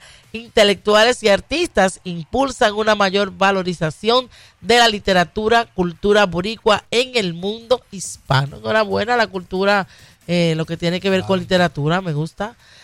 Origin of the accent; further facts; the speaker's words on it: Dominican Republic; la República Dominicana, mi tierra.